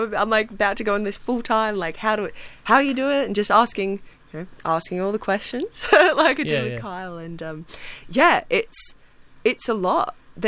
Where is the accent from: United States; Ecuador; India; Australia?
Australia; Cooktown, Queensland; moved away as an adult; now in Brisbane, Australia; stopped in Cooktown, my hometown